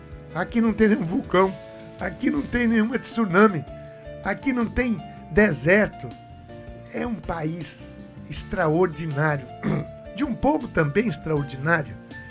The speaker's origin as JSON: {"language": "Portuguese", "country": "Brazil"}